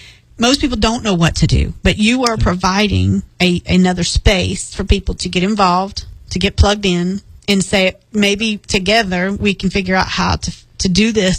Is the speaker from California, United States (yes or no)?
no; Charleston, South Carolina, United States; born there; And I was born in South Carolina at Roper Hospital in Charleston.